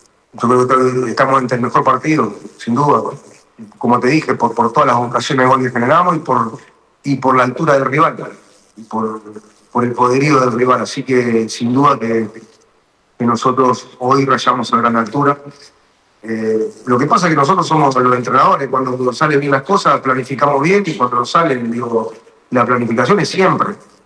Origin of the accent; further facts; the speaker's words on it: Uruguay; como entrenador y como uruguayo